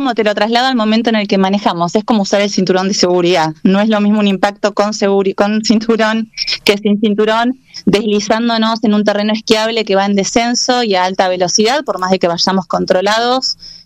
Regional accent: Esquel, Chubut, Argentina; Bueno, yo nací y crecí en Esquel

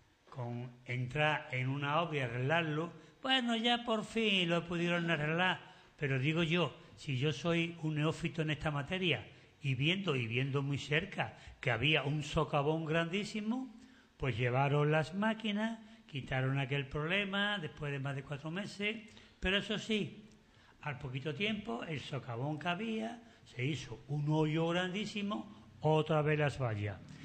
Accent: Seville, Andalusia, Spain; now in Sanlúcar de Barrameda, Spain; Yo soy sevillano, trianero

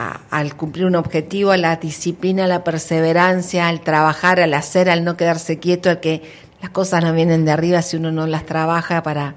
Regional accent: Cipolletti, Río Negro, Argentina; porque somos argentinos cipoleños

